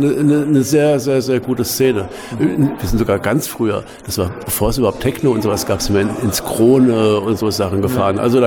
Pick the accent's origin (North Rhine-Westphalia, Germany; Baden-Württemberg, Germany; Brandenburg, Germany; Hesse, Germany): Hesse, Germany; Frankfurt; wir Frankfurter DJs